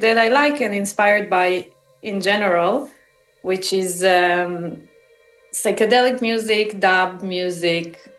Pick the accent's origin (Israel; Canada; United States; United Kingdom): Israel; I was born and raised in Israel, to a Jewish family originally from Eastern Europe, but there was no connection to that music. And I was growing up in Israel, Palestine